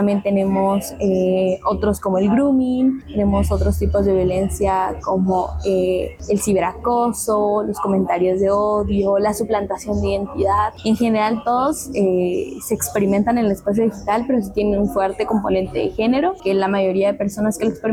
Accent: Guatemala

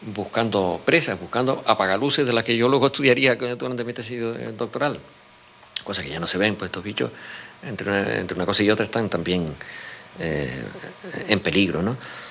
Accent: San Cristóbal de La Laguna, Canary Islands, Spain; born there; Todo eso lo aprendí yo en la calle, en nuestra calle

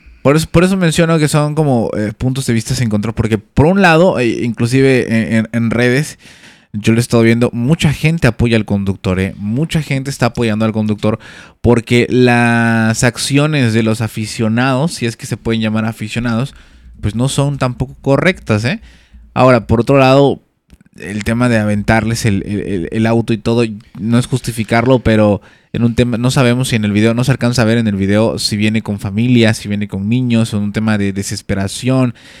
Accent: Mexico

